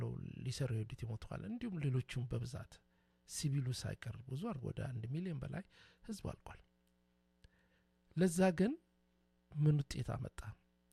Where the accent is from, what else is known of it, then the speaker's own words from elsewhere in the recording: Dire Dawa, Ethiopia; also born or lived in Addis Ababa / Jimma / Harar; የፈለገውን በኢትዮጵያ ውስጥ እኔ ድሬዳዋ ተወልጄ ነው ያደኩት። ወደ አዲስ አበባ መጣለሁ፣ ወደ ጅማ ሄዳለሁ፣ ድሬዳዋ፣ ሐረር ከሁሉ ብሔረሰብ ጋር ነው።